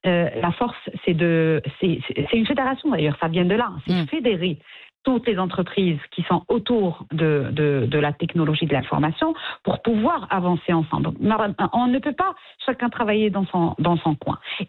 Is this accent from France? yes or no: no; Morocco; au Maroc, alhamdoulilah, nous on ne vit pas cette discrimination entre hommes et femmes dans le domaine de l'IT.